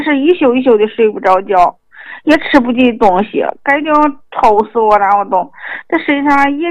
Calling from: Shaanxi, China; 啊，我是陕西的一个水患者

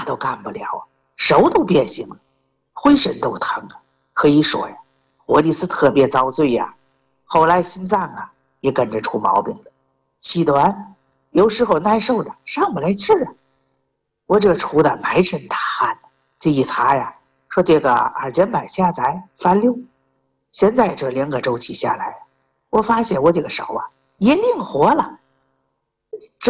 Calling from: Tianjin, China; 我是天津的。

